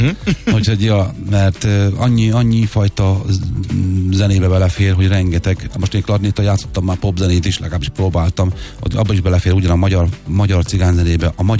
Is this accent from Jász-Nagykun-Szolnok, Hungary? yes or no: yes; Tiszafüred, Jász-Nagykun-Szolnok, Hungary; én gyerekkoromban, hogy Tiszafüreden éltem